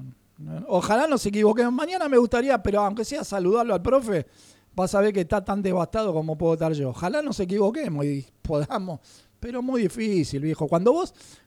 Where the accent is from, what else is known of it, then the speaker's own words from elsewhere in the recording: Argentina; Nosotros somos argentinos